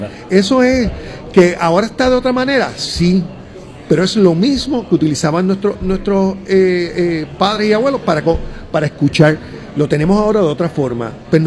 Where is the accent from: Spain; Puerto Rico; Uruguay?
Puerto Rico; Ponce; now in San Juan, Puerto Rico; yo soy de Ponce originalmente, mis papás estaban en Ponce, yo estaba en San Juan